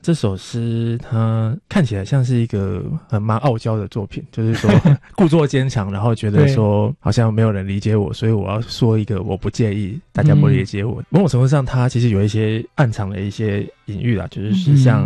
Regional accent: Kaohsiung, Taiwan; 原来我的家乡是长这个样子

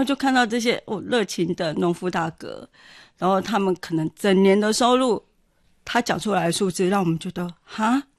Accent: Sihu, Yunlin County, Taiwan; 哦，我是云林人。

